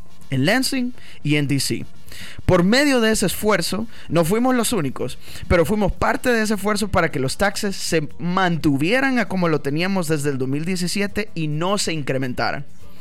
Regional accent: El Salvador; now in United States; Yo soy de El Salvador.

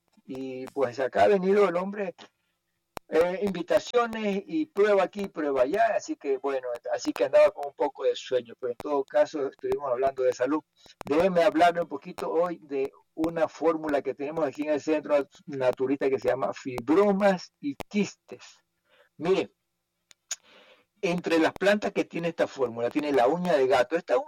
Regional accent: Guayaquil, Guayas, Ecuador; Cuando voy a mi país, mi tierra, Ecuador, Guayaquil, la ciudad donde yo vivo, una ciudad muy grande, de 3 millones de habitantes

